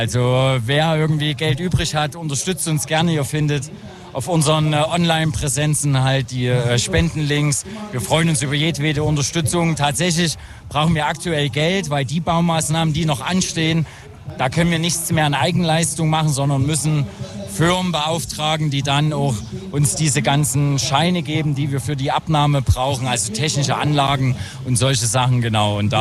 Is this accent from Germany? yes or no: yes; Grimma, Saxony, Germany; Also in meiner Jugend war in Grimmer durchaus noch sehr viel los, aber tatsächlich ist das so ab Mitte der Nullerjahre immer weniger geworden